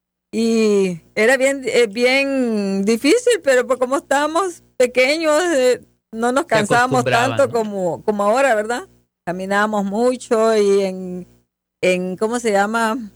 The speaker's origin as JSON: {"language": "Spanish", "region": "Santa Ana", "country": "El Salvador", "tie": "born or raised there", "said": "El Salvador es mi país y sí. luego soy de la ciudad, del departamento de Santa Ana."}